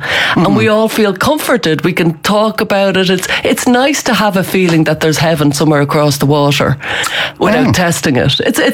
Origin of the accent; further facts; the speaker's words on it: Tullamore, Offaly, Ireland; I'm from Tullamore, everybody I know is around me, and that's what I need.